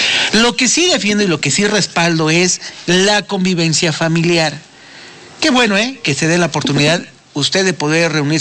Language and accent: Spanish; Mexico; lo tenemos que reconocer como mexicanos